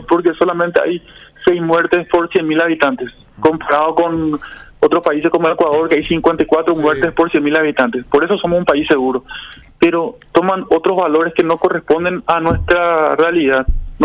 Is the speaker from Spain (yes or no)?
no; Paraguay; A mí me desespera como paraguayo.